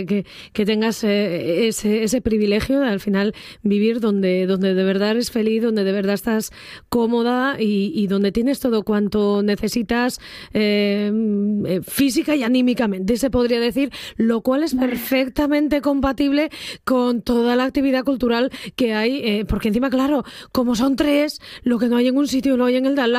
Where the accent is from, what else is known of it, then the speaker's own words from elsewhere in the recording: Asturias, Spain; esa es la magia de Asturias, que somos plurilingües.